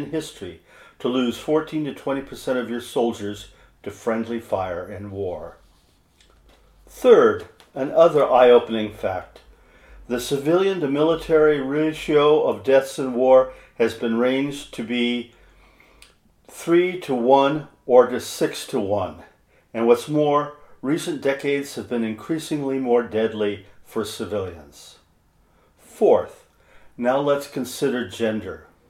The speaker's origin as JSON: {"language": "English", "town": "Cottage Grove", "region": "Oregon", "country": "United States", "said": "I am a writer from Cottage Grove, Oregon."}